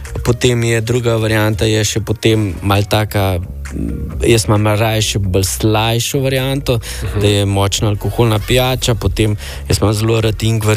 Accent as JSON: {"language": "Slovenian", "town": "Mengeš", "region": "Central Slovenia", "country": "Slovenia", "said": "prihajam iz Mengša in veselje mi je danes, da sem z vama tukaj."}